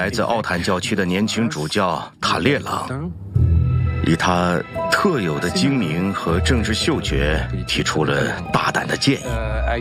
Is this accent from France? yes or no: yes; France; 我们法国人